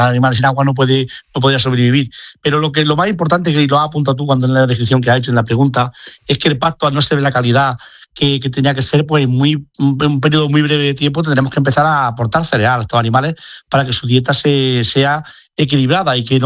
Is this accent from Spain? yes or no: yes; Spain; España, que somos el mayor productor de la Unión Europea de cordero